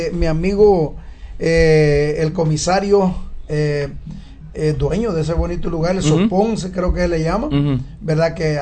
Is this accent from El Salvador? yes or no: yes; Ciudad Arce, La Libertad, El Salvador; born there; Yo soy de Ciudad Arce.